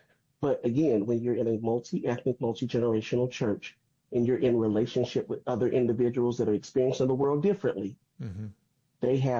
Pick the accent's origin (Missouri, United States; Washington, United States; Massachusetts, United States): Missouri, United States; St. Louis; now in Irmo, United States; St. Louis, Missouri, home of the world champion St. Louis Cardinals.